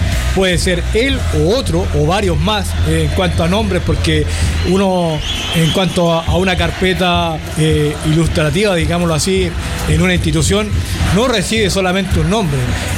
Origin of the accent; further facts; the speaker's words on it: Chile